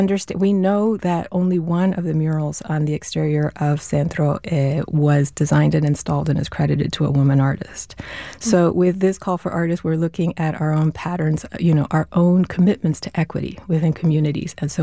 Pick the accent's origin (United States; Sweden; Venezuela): Venezuela; moved away; I wasn't raised in the U.S. I grew up in Venezuela.